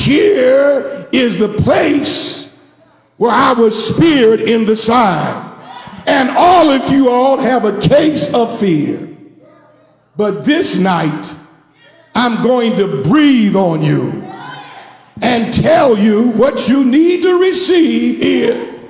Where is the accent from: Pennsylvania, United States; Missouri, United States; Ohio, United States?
Missouri, United States; Kansas City; He's from Oakland. I'm from Kansas City.